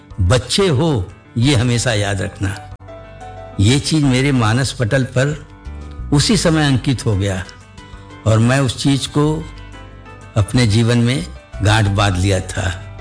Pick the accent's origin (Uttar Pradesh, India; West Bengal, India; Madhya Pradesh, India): Uttar Pradesh, India; Shahganj; born there; also born or lived in Mehnagar Bazar, Azamgarh district, Uttar Pradesh; now in Ayodhya, India; मेरा जन्म जो है 29 अप्रैल 1959 को जौनपुर जिले के शाहगंज तहसील में हुआ, जहाँ मेरा ननिहाल था। वैसे मैं मूलतः आजमगढ़ जनपद के मेहनगर बाजार का रहने वाला था